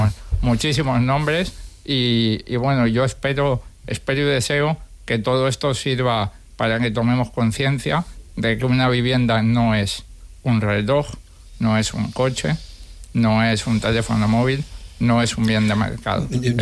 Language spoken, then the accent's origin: Spanish; Spain; A mí, que esto pase en mi país, que esto pase en la cuarta economía de la zona euro, me parece cruel